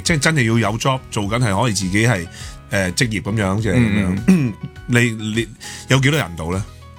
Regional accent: Hong Kong; 我哋系中国人、香港人

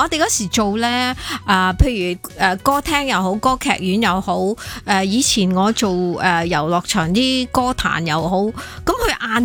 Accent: China; 咁所以咧就我哋中国人咧就要即系，譬如呢十几廿年就开始改变了

